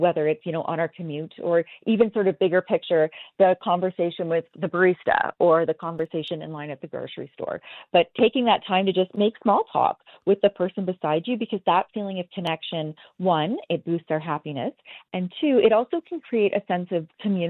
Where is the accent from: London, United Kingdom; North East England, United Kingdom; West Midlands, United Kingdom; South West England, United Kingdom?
London, United Kingdom; now in Toronto, Canada; I'm from London and I live in Toronto now.